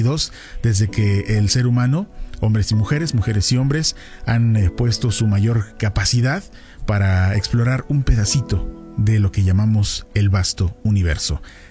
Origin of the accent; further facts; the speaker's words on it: Tulancingo, Hidalgo, Mexico; a quienes nacimos y crecimos en Tulancingo significa muchísimo